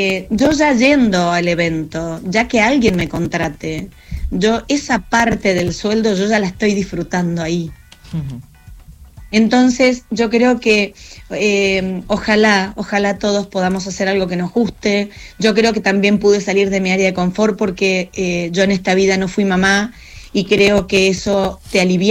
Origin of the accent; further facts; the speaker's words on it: El Triunfo, Buenos Aires Province, Argentina; moved away; also born or lived in Madrid; En mi pueblo se llama El Triunfo.